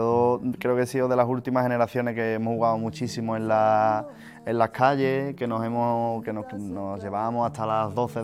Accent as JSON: {"language": "Spanish", "region": "Andalusia", "country": "Spain", "said": "Pero bueno, al final siempre pues tengo esa de volverme para acá, para mi tierra, ¿no?"}